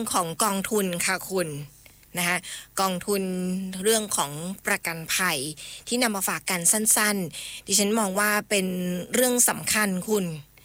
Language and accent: Thai; Chiang Mai, Thailand; เราเป็นคนเชียงใหม่เอง